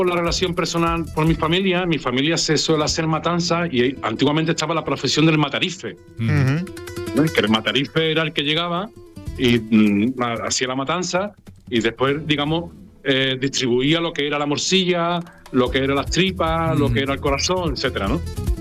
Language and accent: Spanish; Almería, Andalusia, Spain; como decíamos en mi tierra, el guarro, nos juntábamos varias familias. Hablo del tema de Almería, ¿no? Que es de mi familia